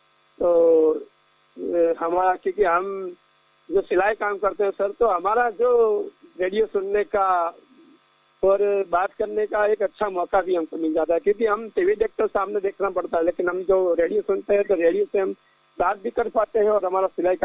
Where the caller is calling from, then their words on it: Gujarat, India; हम गुजरात से बोल रहे हैं, मेहसाणा के पास हमारा एक गांव है, और वहाँ से हम बोल रहे हैं, हम सिलाई काम करते हैं, हम दर्जी हैं